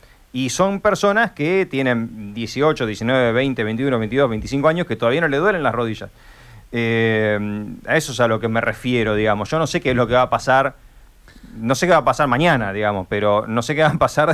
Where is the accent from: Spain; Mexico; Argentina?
Argentina; somos la sociedad argentina, no somos Estados Unidos